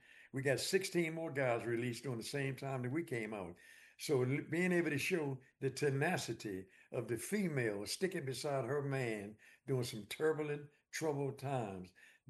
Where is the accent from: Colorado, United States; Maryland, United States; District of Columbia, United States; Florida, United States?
District of Columbia, United States; Washington; moved away; I grew up in Washington, D.C.